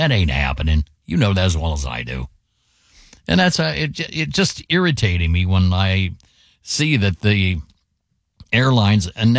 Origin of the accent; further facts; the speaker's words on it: Amsterdam, North Holland, Netherlands; I'm from Amsterdam, and I can tell you that marijuana use in the United States is progressing much more rapidly than it did here in the Netherlands.